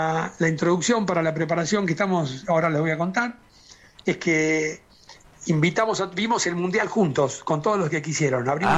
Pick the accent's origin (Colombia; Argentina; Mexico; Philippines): Argentina; now in Rome, Italy; para los que estamos acá, porque somos argentinos, que no desde la Argentina.